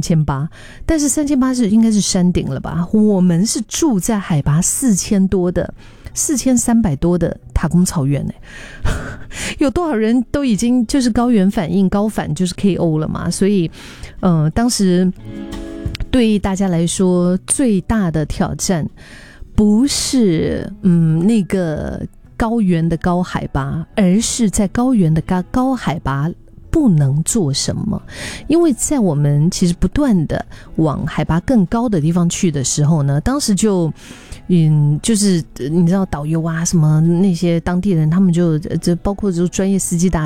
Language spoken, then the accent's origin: Chinese; Singapore; 我们新加坡人